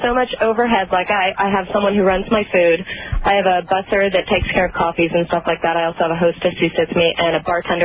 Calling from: San Francisco Bay Area, California, United States; I'm from the San Francisco Bay Area

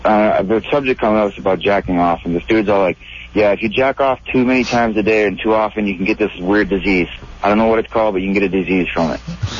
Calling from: Nicaragua; I'm from Nicaragua

